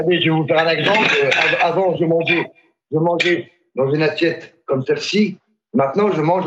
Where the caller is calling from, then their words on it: La Rochelle, Nouvelle-Aquitaine, France; j'habite à La Rochelle.